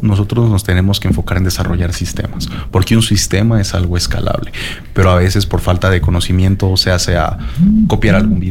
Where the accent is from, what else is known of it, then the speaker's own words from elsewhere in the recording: Quito, Pichincha, Ecuador; now in Loja, Ecuador; yo soy de Quito